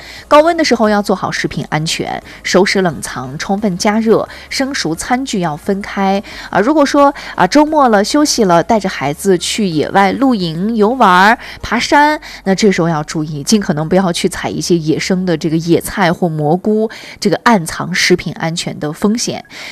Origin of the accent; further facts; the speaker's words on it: Xinjiang, China; 都是我们新疆人在夏季啊特别爱吃的美食